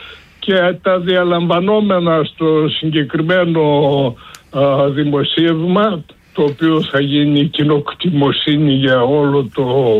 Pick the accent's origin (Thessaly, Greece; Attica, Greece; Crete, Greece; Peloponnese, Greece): Thessaly, Greece; Palamas; από Παλαμά της Καρδίτσας.